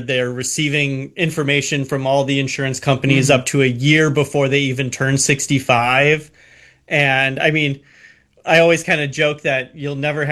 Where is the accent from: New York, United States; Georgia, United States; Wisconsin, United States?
Wisconsin, United States; moved away as an adult; also born or lived in New Jersey; now in Appleton, United States; I wanted to move back to my home state too. So I came back to Appleton